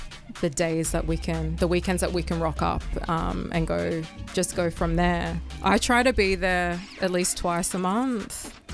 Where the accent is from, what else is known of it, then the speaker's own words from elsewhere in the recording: South Australia, Australia; also born or lived in Melbourne; now in Sydney, Australia; I am from the Riverland in South Australia, like country South Australia, Ngurrindjeri on my mother's side, Wankumadla on my father's side, also have connections to Torres Strait Islands as well.